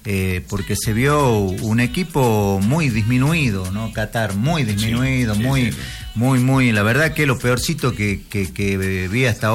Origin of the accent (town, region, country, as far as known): Argentina